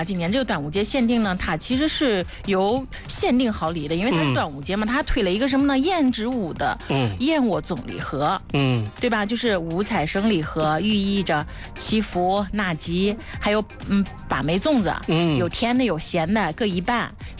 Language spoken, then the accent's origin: Chinese; Huainan, Anhui, China; accent: Huainan Fengtai dialect; moved away; 这种用合肥的方言在评价我淮南凤台的方言是吗？